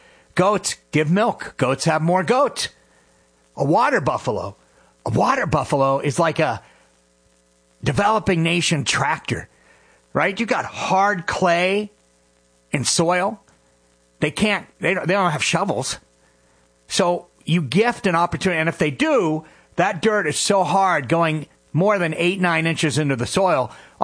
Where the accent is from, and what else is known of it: New Hampshire, United States; born or raised there